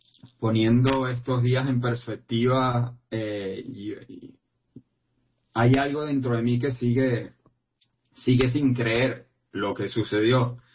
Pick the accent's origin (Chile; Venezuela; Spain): Venezuela; Playa Grande, La Guaira; moved away as an adult; now in Puerto Rico; yo crecí y viví gran parte de mi vida en Playa Grande, que ha sido una de las zonas más afectadas de estos dos sismos simultáneos en Venezuela. Yo actualmente vivo en Puerto Rico, pero en Venezuela tenía mi apartamento, mis amistades